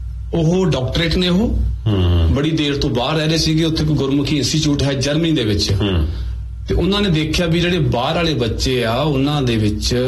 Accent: Punjab, India; ਜਿਵੇਂ ਮੈਂ ਤੇ ਤੁਸੀਂ ਅਸੀਂ ਪੰਜਾਬ ਦੇ ਪਿੰਡਾਂ ਵਾਲੇ ਸਕੂਲਾਂ ਚ ਪੜ੍ਹੇ, ਫੱਟੀ ਵਾਲਿਆਂ ਦੇ ਵਿੱਚ, ਸ਼ੁਰੂਆਤ ਸਾਡੀ ਊੜੇ ਆੜੇ ਤੋਂ ਹੁੰਦੀ

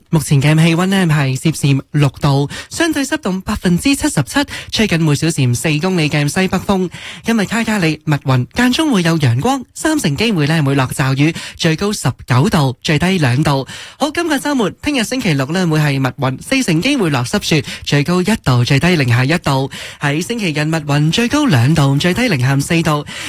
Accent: Canada; 我哋加拿大人

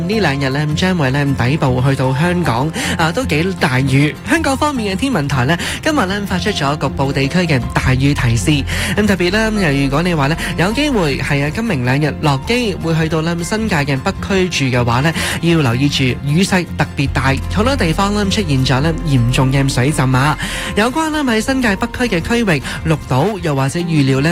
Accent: Canada; 我们加拿大人

